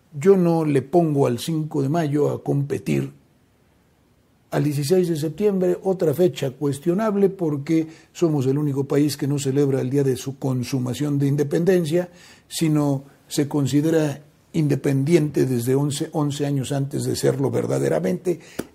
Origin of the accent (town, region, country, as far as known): Mexico